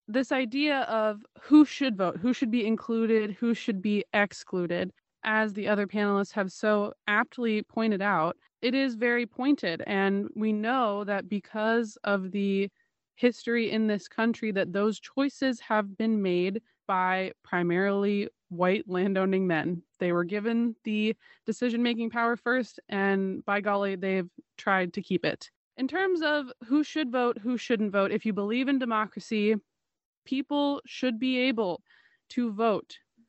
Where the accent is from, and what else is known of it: Oregon, United States